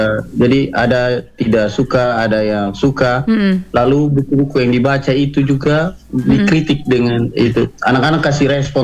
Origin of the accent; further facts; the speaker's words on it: East Nusa Tenggara, Indonesia; kami membawa cerita dari Ponu, dari kampung kami.